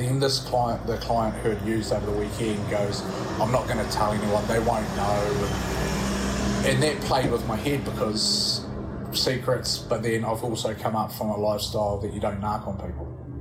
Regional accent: Timaru, Canterbury, New Zealand; I grew up in Timaru

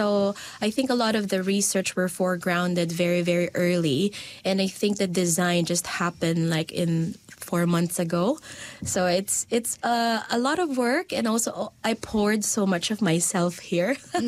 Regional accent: Quezon City, Metro Manila, Philippines; also born or lived in Bocaue, Bulacan; now in New Zealand; So I was born in Bukawe, Bulacan. So it's a province nearby Manila. And then I grew up mainly in Manila, Quezon City, with my parents and my two siblings. So growing up in Manila, it's a very, very busy, dense, overpopulated part of Luzon, which is the northern part of the Philippines.

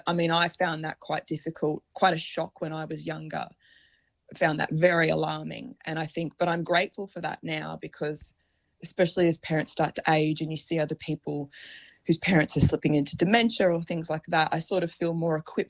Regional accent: Wollongong, New South Wales, Australia; in Wollongong, my hometown where I grew up

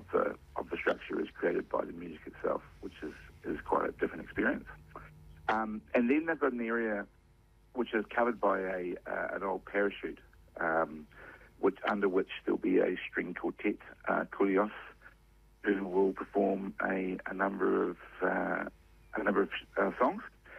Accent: New Plymouth, Taranaki, New Zealand; moved away; I'm from New Plymouth, so we have the Festival of Lights down there.

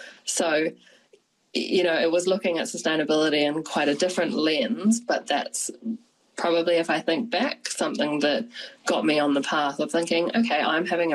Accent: Brunei; moved away; I grew up in Brunei, which is a tiny little country near Singapore. And there's this place called Kampong Aya there, which is a water village.

